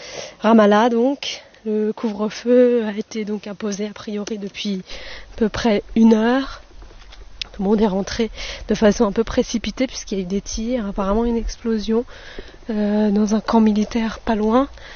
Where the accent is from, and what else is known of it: Paris, Île-de-France, France